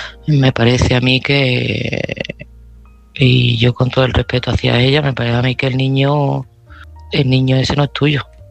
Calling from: Seville, Andalusia, Spain; de Sevilla

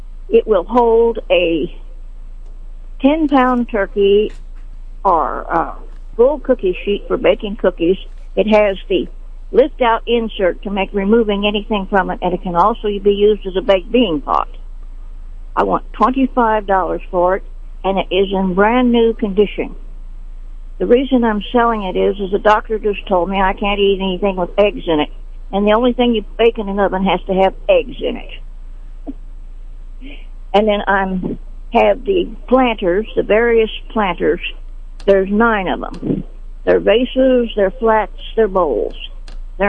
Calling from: Sedalia, Missouri, United States; Okay, I'm calling from Sedalia.

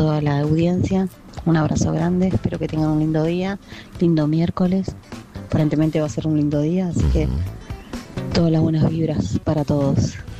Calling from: Gregorio de Laferrere, Buenos Aires Province, Argentina; soy de La Ferrere.

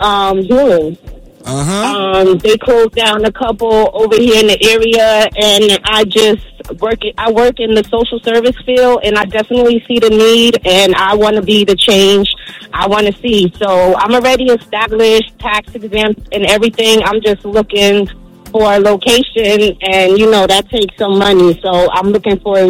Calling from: East Orange, New Jersey, United States; I'm calling from East Orange

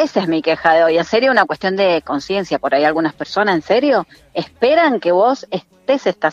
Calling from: Las Heras, Mendoza, Argentina; De Las Heras.

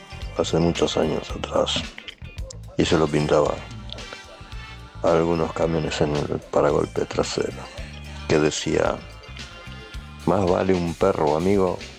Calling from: San Miguel, Argentina; de San Miguel.

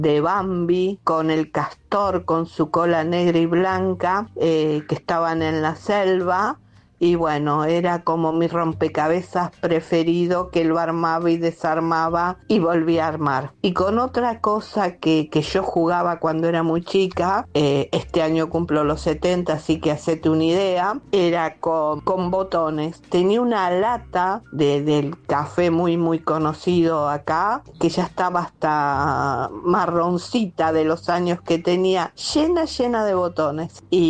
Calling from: Tigre, Buenos Aires Province, Argentina; vivo en Tigre.

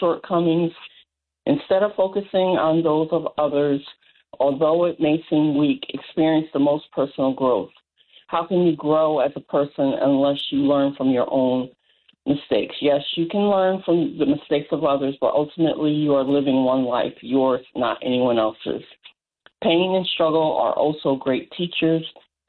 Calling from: Raleigh, North Carolina, United States; I'm actually calling from Raleigh, but I am in North Carolina.

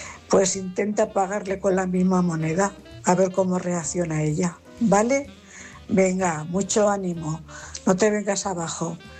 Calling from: Cuenca, Castilla-La Mancha, Spain; Buenas noches … corresponsal de Cuenca.

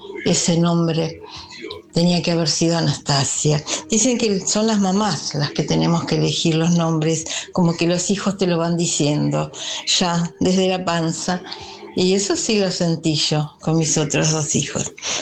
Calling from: Mar del Plata, Buenos Aires Province, Argentina; de Mar del Plata.

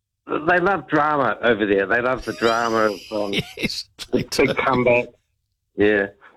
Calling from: New Zealand; I feel very proud as a Kiwi

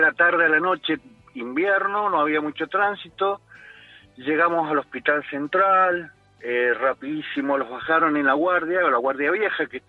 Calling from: Guaymallén, Mendoza, Argentina; Yo soy de Villanueva, Güemayén. En este momento ando acá por Rodeo del Medio.

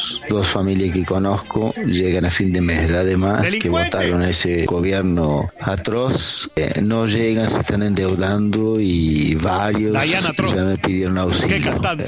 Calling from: Brazil; yo vivo en Brasil, pero tengo muchísimos amigos, familiares en Argentina.

